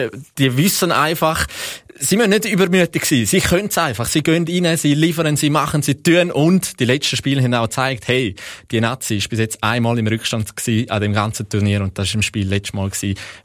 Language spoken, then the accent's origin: German; Switzerland; für uns als Schweizer